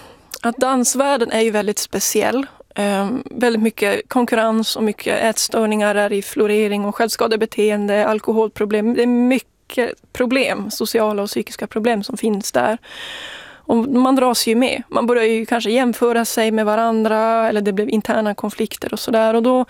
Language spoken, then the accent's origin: Swedish; Jokkmokk, Norrbotten County, Sweden; Ja, jag är då 19 år gammal. Jag kommer från Jokkmokk ursprungligen och jag bor fortfarande kvar.